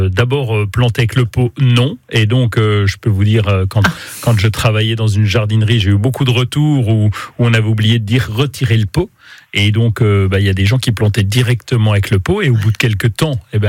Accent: Grand Est, France; il s'agit d'une plante gélive et qui risque de ne pas tenir chez nous en Lorraine pendant l'hiver.

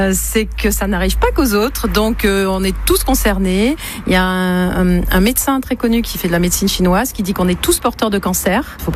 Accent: Arcachon, Nouvelle-Aquitaine, France; born there; j'ai 61 ans, je suis née à Arcachon.

